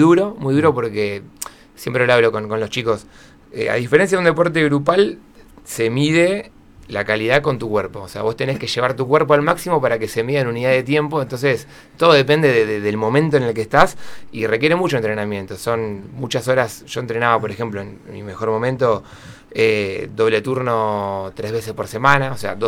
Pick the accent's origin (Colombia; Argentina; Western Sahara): Argentina; Bahía Blanca, Buenos Aires Province; Yo soy de acá de Bahía, sí.